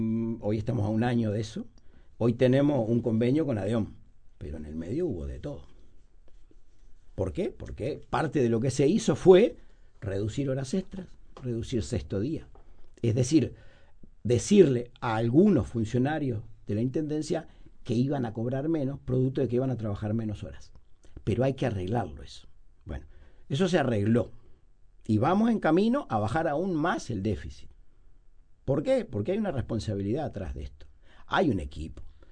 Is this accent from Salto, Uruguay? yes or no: no; Montevideo, Uruguay